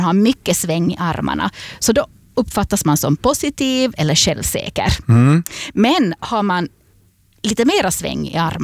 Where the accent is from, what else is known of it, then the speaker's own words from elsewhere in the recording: Finland; Som finländare spanar man ju inte för mycket, för då kan det ju hända att de kommer och sätter sig bredvid en.